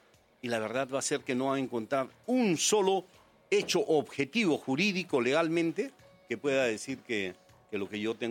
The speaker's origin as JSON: {"language": "Spanish", "town": "Valle de Sigo", "region": "Arequipa", "country": "Peru", "tie": "born or raised there", "said": "En Arequipa, en mi pueblo, que es el Valle de Sigo."}